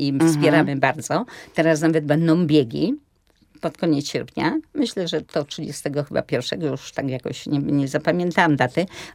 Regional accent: Łódź, Łódź Voivodeship, Poland; ja z Łodzi, one z Łodzi

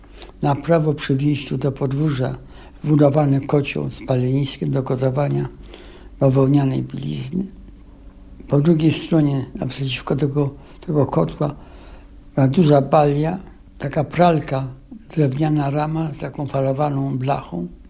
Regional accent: Łódź, Łódź Voivodeship, Poland; Urodziłem się na Solnie 12 i żyłem potem, jak ojciec zmarł, jak ja miałem 1,5 roku, w czerwcu 1927 roku.

